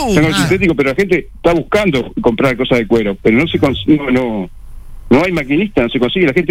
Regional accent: Las Piedras, Canelones, Uruguay; Las Piedras.

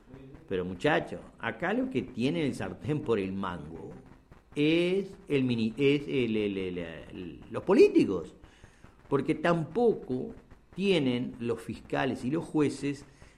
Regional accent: Uruguay

